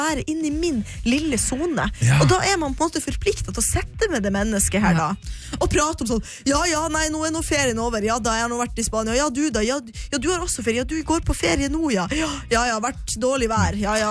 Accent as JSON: {"language": "Norwegian", "town": "Finnsnes", "region": "Troms", "country": "Norway", "moved": "yes", "lives_now": "Oslo, Norway", "said": "Jeg er fra Finnsnes i Nord-Norge, og ofte reiser hjem, da lander jeg rett og slett på Bardufoss flyplass."}